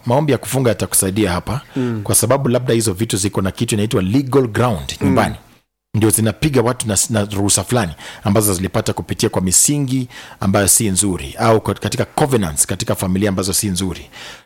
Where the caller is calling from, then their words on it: Waiya Kako, Makueni County, Kenya; Mtumishi wa Mungu, natoka Waiya Makako, Makueni, natoka Makueni.